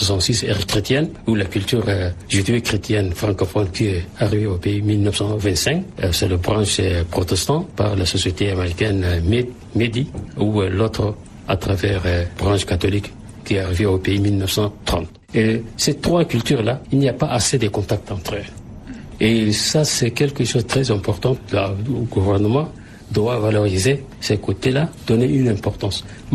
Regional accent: Bardaï, Tibesti, Chad

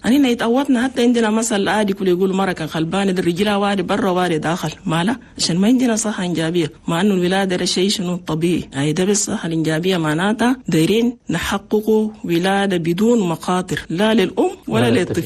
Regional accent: Chad; لأننا نحن عندنا في تشاد نسبة موت عن الأمهات اللي بموتوا في ولادها كتير مرة واحد

